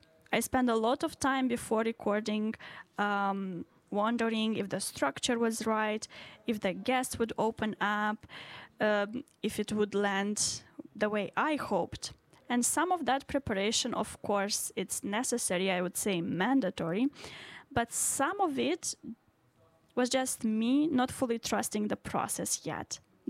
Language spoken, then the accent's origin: English; Romania; first language Romanian; English is a second language; moved away; all the songs from today are in Romanian language, which is my mother tongue